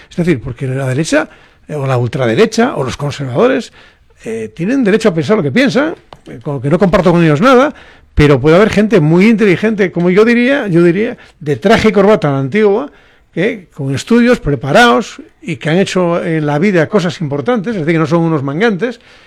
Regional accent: Spain; yo, como muchos españoles de bien

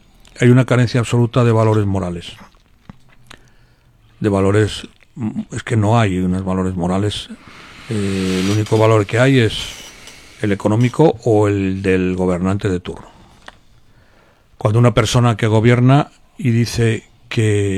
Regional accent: Castile and León, Spain; y soy leonés.

